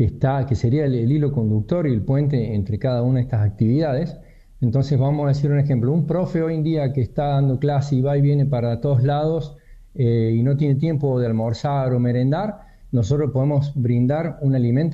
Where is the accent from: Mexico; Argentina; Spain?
Argentina; El argentino en sí es resiliente, el contexto te obliga a pensar y eso nos hace únicos como argentinos, ¿no?